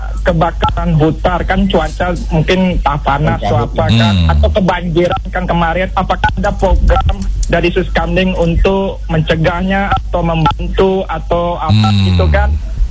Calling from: Pekanbaru, Riau, Indonesia; Ya, saya dari Pekanbaru kan, jadi sama-sama Sumatera.

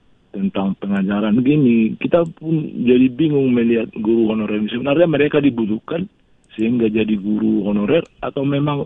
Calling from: Riau, Indonesia; Di Pelalawan

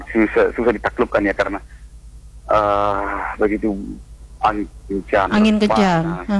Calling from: Lembang, West Java, Indonesia; di daerah saya sendiri Kecamatan Lembang ini

